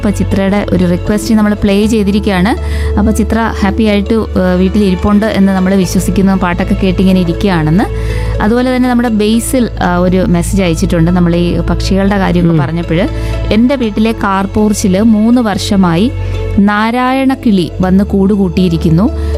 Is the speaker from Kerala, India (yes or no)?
yes; Kollam, Kerala, India; ഞങ്ങൾ തിരുവനന്തപുരംകാരുടെ ഭാഷയൊക്കെ ഞങ്ങൾ കൊല്ലത്തുകാർക്ക്